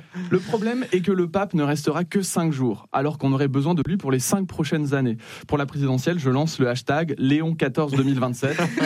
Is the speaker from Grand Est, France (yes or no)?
yes; Metz, Grand Est, France; now in Paris, France; Parce que oui, j'ai grandi à Metz.